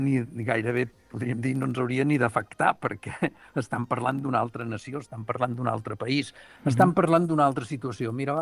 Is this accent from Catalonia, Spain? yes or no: yes; Catalonia, Spain; nosaltres, com a catalans